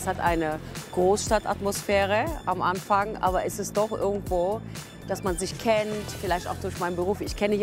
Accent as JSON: {"language": "German", "country": "Turkey", "tie": "born or raised there", "also_born_or_lived": "Germany", "moved": "as an adult", "lives_now": "Frankfurt, Germany", "said": "Ich bin tatsächlich in Deutschland geboren. Und als ich 6 Monate altes Baby war, haben unsere Eltern uns, meine Zwillingsschwester und mich, in die Türkei zu Großeltern geschickt. Da sind wir bis 18. Lebensjahr, haben wir dort gelebt, bei Großeltern. Wir sind in einem Lehmhütte aufgewachsen, meine Zwillingsschwester und ich."}